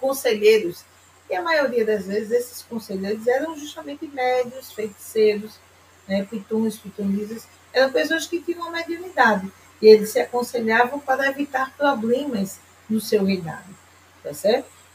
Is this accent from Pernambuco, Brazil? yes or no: yes; Pernambuco, Brazil; Nós somos de Pernambuco. Estamos atualmente em Camaragibe, Pernambuco.